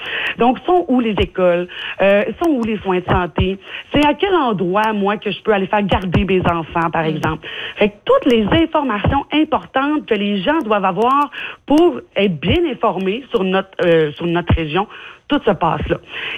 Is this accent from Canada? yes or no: yes; Quebec, Canada; je suis native de la Haute-Côte-Nord.